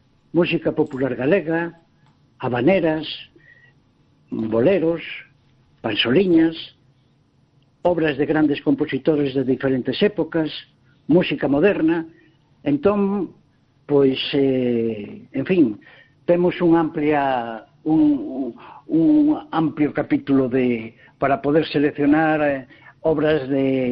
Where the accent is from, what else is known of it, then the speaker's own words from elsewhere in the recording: Cabanas, Galicia, Spain; a Coruña, de onde son eu, eh? Eu nacín, non nacín no, no, en, na capital, eu nacín en un concello chamado Cabanas, ao lado de Pontedeume